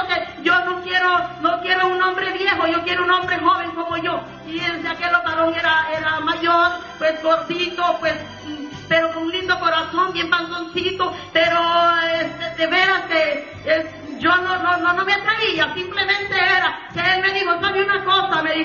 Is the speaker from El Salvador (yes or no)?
yes; El Salvador; born or raised there; moved away as an adult